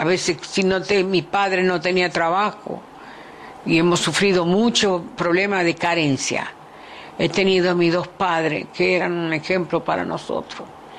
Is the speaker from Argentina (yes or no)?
yes; Argentina; Le digo, ¿cómo voy a abrir yo? Yo soy argentina.